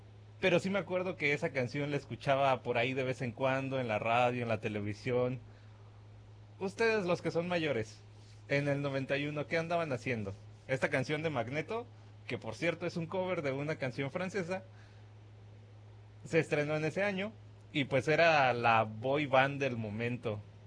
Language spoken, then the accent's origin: Spanish; Lázaro Cárdenas, Michoacán, Mexico; moved away; Yo soy originario de Michoacán, de Lázaro Cárdenas, Michoacán. Y dentro de mis primeros años de ahí, dentro de mis primeros recuerdos, por ahí 94, 95 tal vez